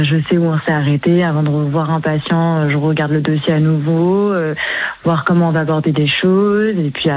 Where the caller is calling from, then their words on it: Paris, Île-de-France, France; Je suis en Libéral à Paris 16.